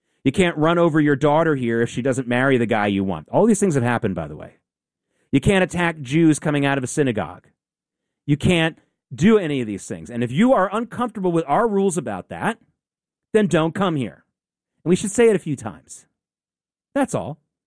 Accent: the South, United States; I grew up in the South.

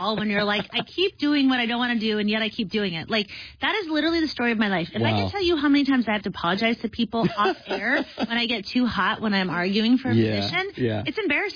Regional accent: United States

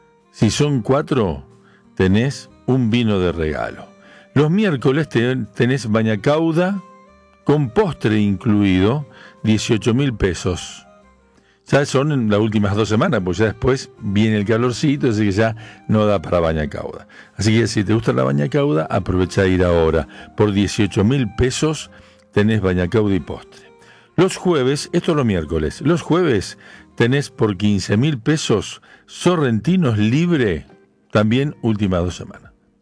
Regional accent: Villa Cañas, Santa Fe, Argentina; Y la verdad que, bueno, soy de Villa Cañas y los escucho siempre.

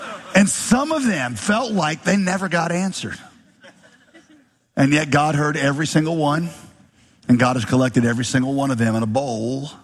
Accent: Winston-Salem, North Carolina, United States; Now, some of you might know, I grew up in Winston-Salem. That was my home city.

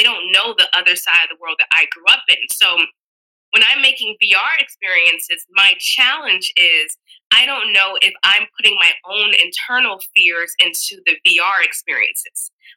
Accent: the South, United States; now in Silicon Valley, United States; growing up in the South

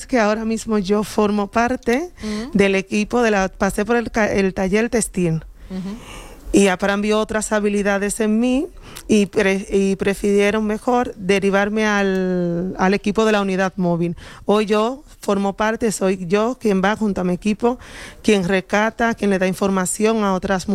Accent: Dominican Republic; moved away as an adult; now in Madrid, Spain; yo soy de origen dominicano, uh-huh, y llegué aquí a España en el 2021

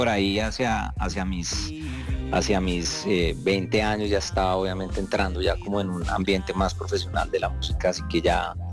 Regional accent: Tunja, Boyacá, Colombia; moved away; also born or lived in Bogotá; Yo nací en Tunja, Boyacá, y ahí mi mamá y mi familia como que me han regalado una guitarra

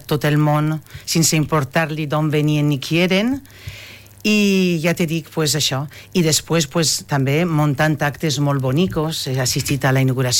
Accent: Alqueria de la Comtessa, Valencian Community, Spain; aunque soc de l'Alqueria de la Condesa, pues, me sent part de Gandia.

